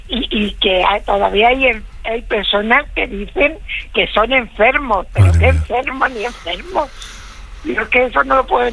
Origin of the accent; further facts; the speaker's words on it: Valladolid, Castile and León, Spain; somos de allí, de Valladolid